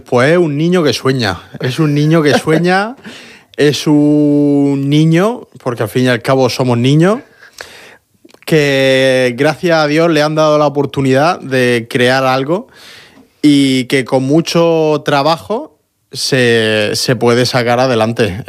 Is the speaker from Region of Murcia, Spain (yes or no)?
yes; Region of Murcia, Spain; soy murciano.